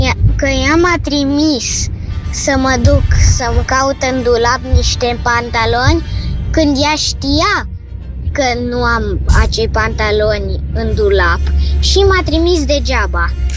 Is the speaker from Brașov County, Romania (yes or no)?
yes; Săcele, Brașov County, Romania; Bonjurică, bonjurică … din Săcele.